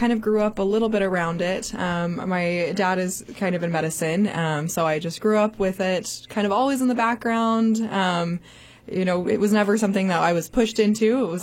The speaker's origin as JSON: {"language": "English", "town": "Las Vegas", "region": "Nevada", "country": "United States", "also_born_or_lived": "Missouri", "moved": "as an adult", "lives_now": "Farmington, United States", "said": "I'm originally from Las Vegas, Nevada."}